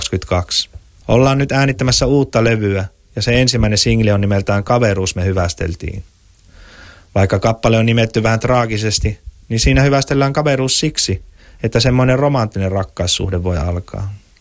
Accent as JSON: {"language": "Finnish", "town": "Oulu", "region": "North Ostrobothnia", "country": "Finland", "said": "Olen Oulusta kotosi oleva laulaja, lauluntekijä ja musiikinopettaja."}